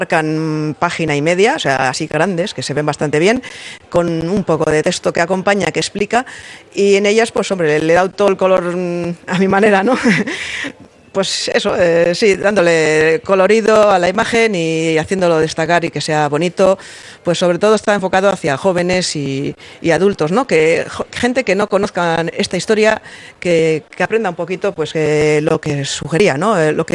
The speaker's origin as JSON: {"language": "Spanish", "town": "Trapagaran", "region": "Basque Country", "country": "Spain", "said": "es mi pueblo"}